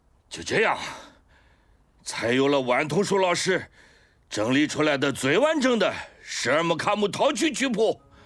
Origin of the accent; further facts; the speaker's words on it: Shanghai, China; 我在上海长大